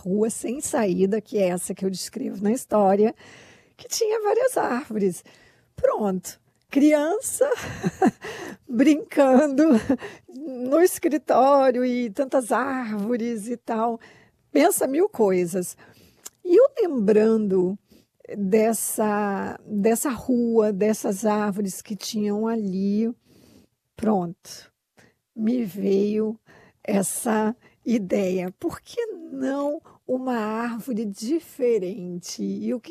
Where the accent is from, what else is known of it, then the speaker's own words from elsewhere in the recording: São Paulo, Brazil; eu cresci em São Paulo na década de 70, mas por incrível que pareça, São Paulo ainda é uma cidade muito arborizada, e na época era muito mais.